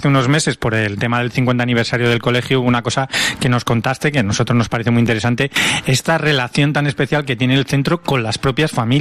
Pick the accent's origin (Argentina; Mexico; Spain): Spain; Madrid, Community of Madrid; yo soy de Madrid, me crié en un cole que también estaba muy bien, pero claro, estaba en un barrio